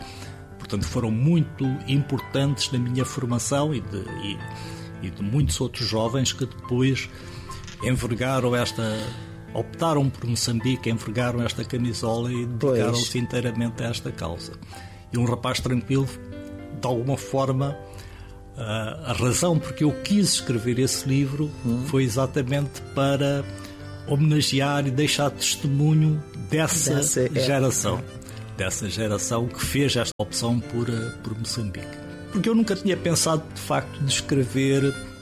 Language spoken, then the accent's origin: Portuguese; Goa, India; as primeiras histórias serem sobre a minha infância e primeira juventude em Goa, fizeram-me renascer esse interesse por contar uma história goesa